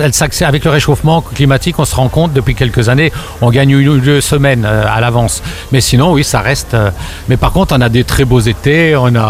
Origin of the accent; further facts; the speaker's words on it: Grand Est, France; on vient pour se présenter, on vient de la Meuse, en Lorraine. Et donc, on est producteur à la base de fraises.